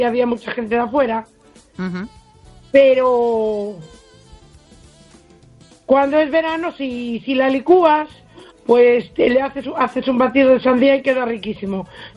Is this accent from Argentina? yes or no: no; A Coruña, Galicia, Spain; also born or lived in Uruguay; Porque en mi país, yo soy uruguaya, aunque me crié en La Coruña, y antiguamente la fruta aquí era madura.